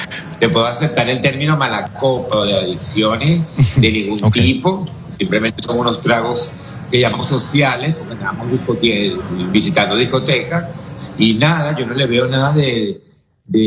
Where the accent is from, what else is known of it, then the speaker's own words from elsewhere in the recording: Barquisimeto, Lara, Venezuela; born there; Yo nací en Venezuela, en la ciudad de Barquisimeto, y soy venezolano de nacimiento. Y por herencia, mi padre nació en Italia hace algunos años. Nos otorgó a sus hijos la nacionalidad italiana.